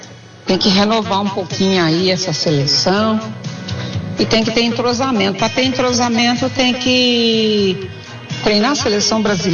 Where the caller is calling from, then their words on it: Brazil; Sou brasileira com muito amor.